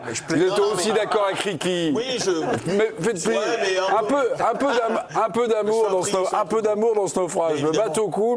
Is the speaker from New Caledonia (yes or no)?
no; Spain; Moi, je suis espagnol également, et je sais ce que vous allez faire.